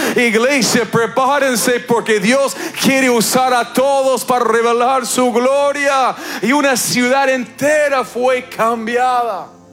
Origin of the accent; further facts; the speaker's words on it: Canada; Yo vengo de Canadá, que hace un frío bárbaro.